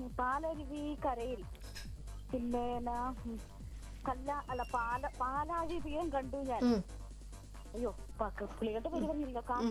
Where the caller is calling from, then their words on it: Kothamangalam, Kerala, India; Kothamangalam.